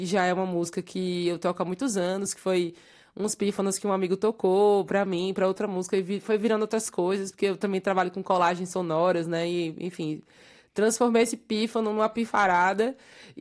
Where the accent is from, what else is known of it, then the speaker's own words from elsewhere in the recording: João Pessoa, Paraíba, Brazil; born there; capital mesmo, mas a minha família toda é do sertão da Paraíba, do Alto Sertão da Paraíba, então digamos que eu costumo dizer que eu fui criada no núcleo sertanejo da novela